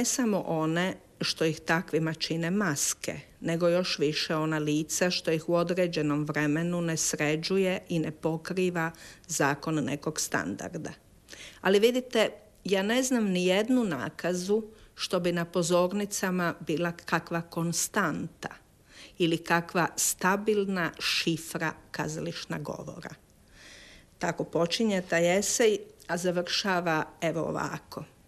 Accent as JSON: {"language": "Croatian", "country": "Croatia"}